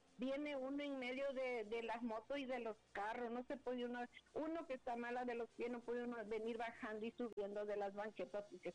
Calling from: Cintalapa, Chiapas, Mexico; De aquí de Cintalapa.

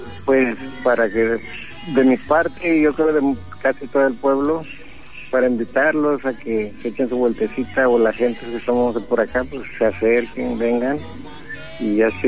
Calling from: Santo Domingo Tapanatepec, Oaxaca, Mexico; soy de acá de Tapanatepec.

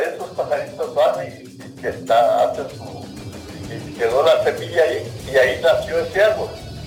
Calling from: Tapachula, Chiapas, Mexico

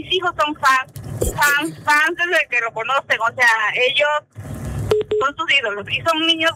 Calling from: Mexico; Estoy acá en mi pueblo de Pomoca.

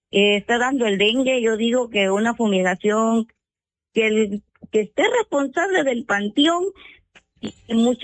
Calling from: Mapastepec, Chiapas, Mexico; Aquí de Mapastepec.

